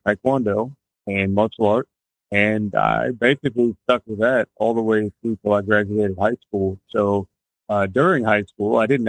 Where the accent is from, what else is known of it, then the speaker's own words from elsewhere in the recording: Holiday, Florida, United States; So I was born in 1987 in Pasco County, Florida. Matter of fact, between Newport Richie, Holiday is pretty much where I grew up.